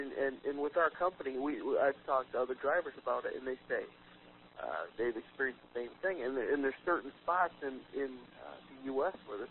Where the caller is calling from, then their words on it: Port Huron, Michigan, United States; I'm calling from Port Huron, Michigan.